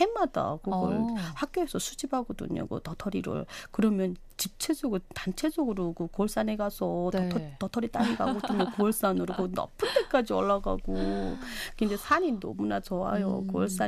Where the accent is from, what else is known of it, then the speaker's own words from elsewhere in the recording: Hwanghae, North Korea; moved away as an adult; now in South Korea; 우리 북한에서는 우리 황해도가 제일 살기 좋은 곳이라고 합니다.